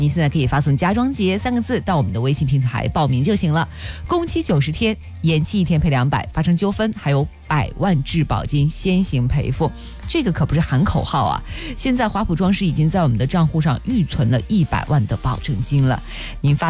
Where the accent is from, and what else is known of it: China